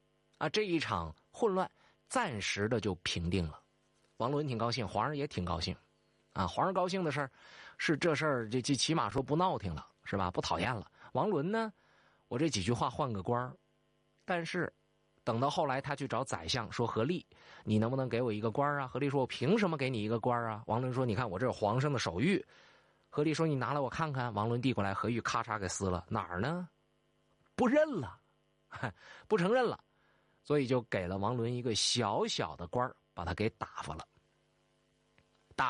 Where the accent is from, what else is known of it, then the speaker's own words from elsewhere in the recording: Changchun, Jilin, China; 黄龙府今天离我的家乡长春特别近啊，在吉林农安，